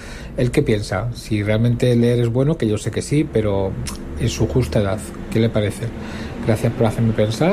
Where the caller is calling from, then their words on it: Madrid, Community of Madrid, Spain; Hola, buenas. … de Madrid.